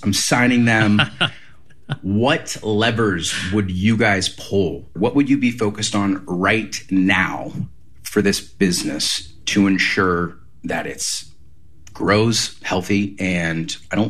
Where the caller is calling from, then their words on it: Cardiff by the Sea, California, United States